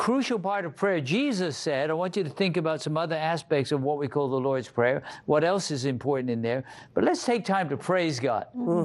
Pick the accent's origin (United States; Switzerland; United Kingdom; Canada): United Kingdom; Bristol, South West England; moved away; I grew up in Bristol, England. That's on the west coast of England.